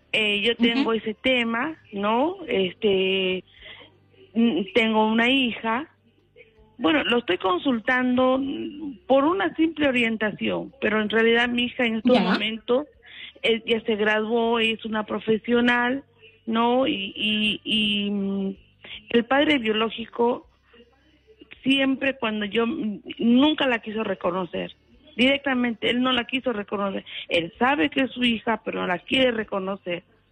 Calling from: Pacanguilla, La Libertad, Peru; Pacanguilla, que pertenece a la provincia de Chepe.

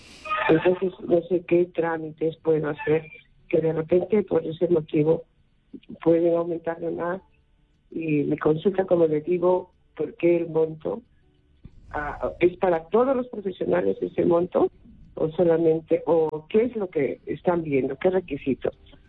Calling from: Lima, Peru; de Pueblo Libre.

